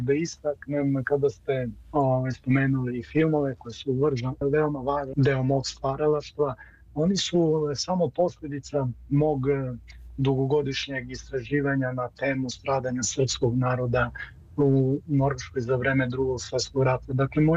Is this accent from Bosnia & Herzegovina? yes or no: no; Kosovo; now in Scandinavia; posebno sam se zadnje godine i opredelio da i nekako sačuvamo i dijalekt, baš s obzirom da dolazim sa Kosova i Metohije, napisao sam i nekoliko knjiga na dijalektu.